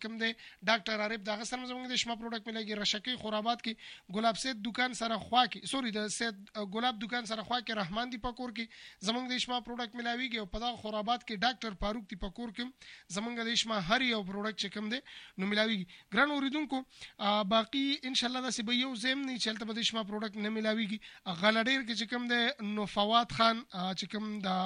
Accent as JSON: {"language": "Pashto", "town": "Jalalabad", "region": "Nangarhar", "country": "Afghanistan", "said": "د افغانستان جلال آباد نه"}